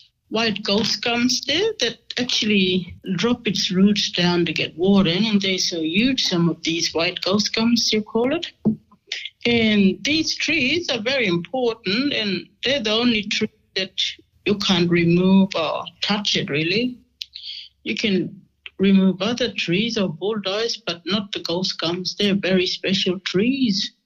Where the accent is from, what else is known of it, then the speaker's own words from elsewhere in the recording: Ali Curung, Northern Territory, Australia; I'm Kadich Walpri woman. My mum, she's Kadich. I'm from Alikurung.